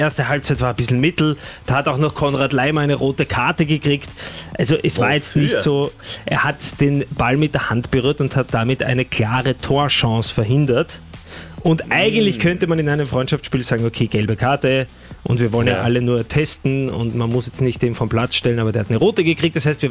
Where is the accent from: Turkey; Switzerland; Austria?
Austria; Aber es gibt so diese kleinen Fehler, die suchen wir erstens mal gerne als Österreicher